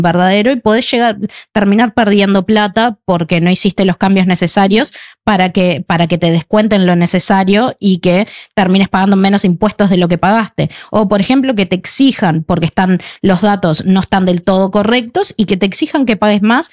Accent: Sweden; Spanish is a second language; No sé si es porque soy muy sueca que cumplo con todo

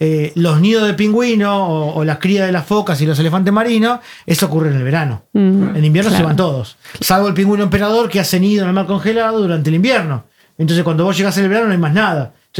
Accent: Buenos Aires, Argentina

